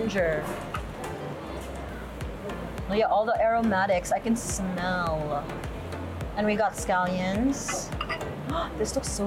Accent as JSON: {"language": "English", "country": "Philippines", "said": "I'm so Filipino where I love everything in sauce."}